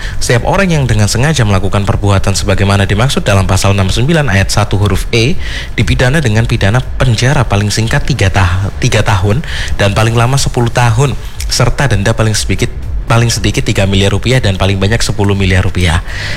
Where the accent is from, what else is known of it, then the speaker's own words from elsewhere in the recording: Malang, East Java, Indonesia; kita, orang Malang